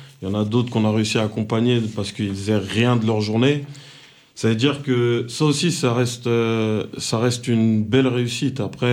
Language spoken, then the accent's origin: French; Garges-lès-Gonesse, Île-de-France, France; moi, là-bas, je suis originaire de Garges-lès-Gonesse, c'est la ville limitrophe de Sarcelles.